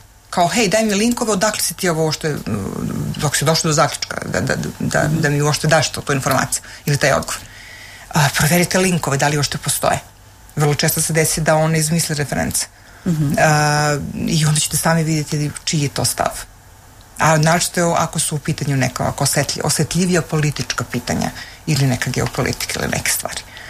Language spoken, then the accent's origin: Serbian; Serbia; now in United States; Ja imam američki pasoš, ali se i dalje izjašnjavam kao Srpkinje.